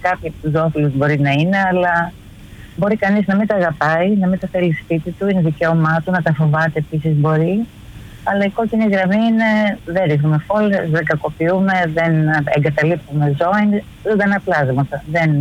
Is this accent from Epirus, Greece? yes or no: yes; Epirus, Greece; γιατί πάω κάπου, ας πούμε, στο χωριό μου που πάω στην Ήπειρο.